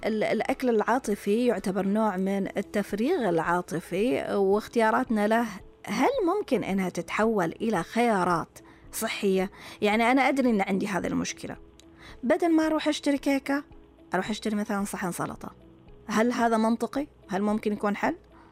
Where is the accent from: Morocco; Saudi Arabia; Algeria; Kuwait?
Saudi Arabia; عندنا في السعودية